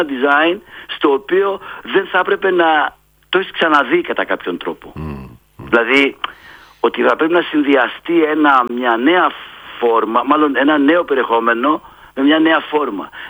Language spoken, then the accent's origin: Greek; Thessaloniki, Central Macedonia, Greece; αφού είμαι από τη Θεσσαλονίκη.